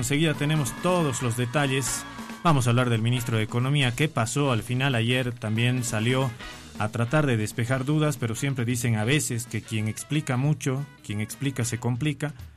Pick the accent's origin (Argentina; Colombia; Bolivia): Bolivia; Potosí; todos nosotros los potosinos que hemos nacido en esta maravillosa tierra y que hemos decidido además quedarnos